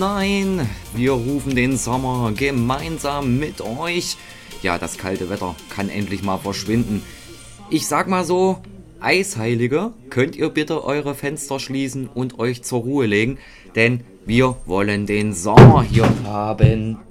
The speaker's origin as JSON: {"language": "German", "town": "Roßleben", "region": "Thuringia", "country": "Germany", "tie": "born or raised there", "said": "denn dieser Tipp ist in Naumburg und das ist noch nicht immer so weit weg von meinem Heimatort Roßleben."}